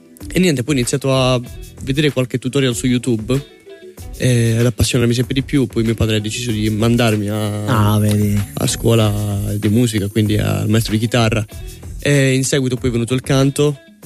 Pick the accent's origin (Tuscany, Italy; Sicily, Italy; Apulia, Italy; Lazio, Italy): Apulia, Italy; Ruvo di Puglia; io vengo da Ruvo di Puglia